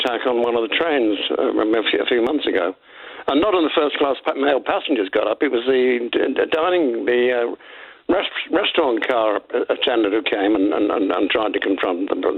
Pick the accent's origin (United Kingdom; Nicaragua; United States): United Kingdom; Liverpool, North West England; moved away; I was raised in Liverpool. I don't live there anymore.